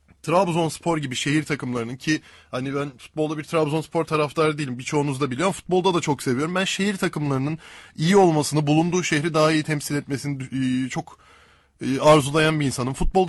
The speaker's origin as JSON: {"language": "Turkish", "region": "Istanbul", "country": "Turkey", "said": "Liglerde çok sayıda İstanbul takımı olmasını bir İstanbullu olarak."}